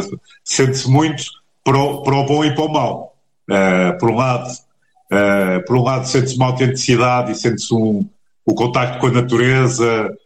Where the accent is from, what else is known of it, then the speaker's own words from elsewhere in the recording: Portugal; a que todos temos direito enquanto cidadãos e enquanto portugueses, seja no interior ou seja no litoral